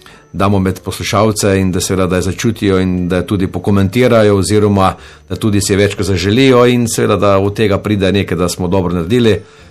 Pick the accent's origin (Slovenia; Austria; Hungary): Slovenia; White Carniola; Prihajam iz Bele krajine, kot tudi vsi ostali člani.